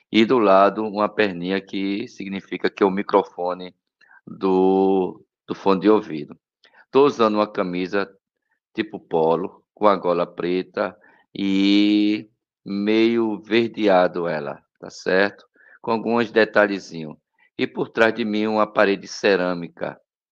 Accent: Recife, Pernambuco, Brazil; sou aqui de Recife, Pernambuco, Brasil.

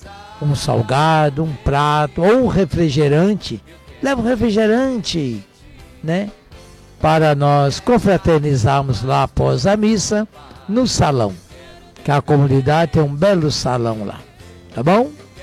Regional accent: Brazil; nós somos brasileiros

